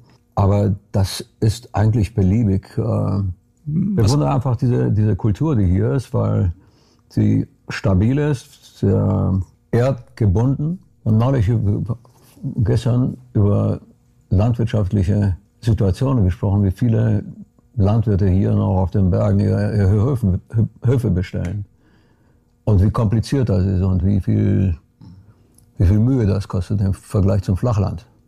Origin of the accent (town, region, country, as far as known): Brasov, Brașov County, Romania; born or raised there